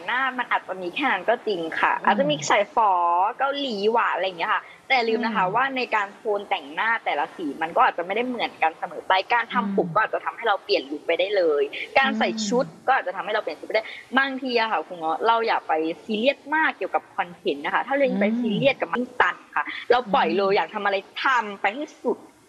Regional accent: Phang Nga, Thailand

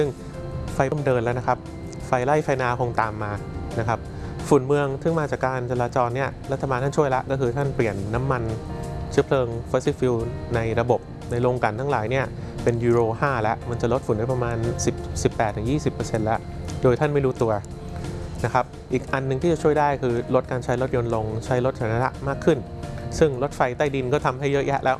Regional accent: Bangkok, Thailand

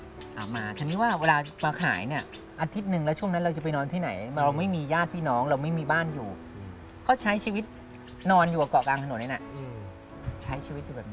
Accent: Lopburi, Thailand; บ้านผมอยู่ลพบุรีอยู่ลำลายที่ไอ้ผมเอามะนาวมาขายมะนาวลูกสวนเขาเก็บแล้วเลยเอามาขาย

